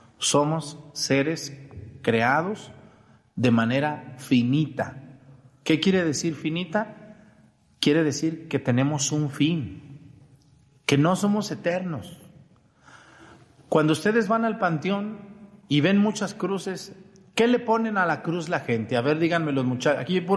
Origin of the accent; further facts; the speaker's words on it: Mexticacán, Jalisco, Mexico; moved away; Yo cuando voy allá a mi pueblo en Mexicacán al panteón